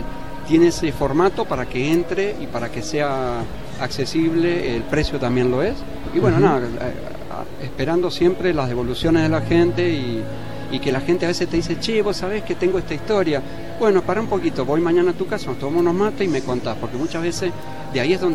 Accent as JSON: {"language": "Spanish", "region": "San Juan", "country": "Argentina", "said": "yo soy sanjuanino ahí y me la banco"}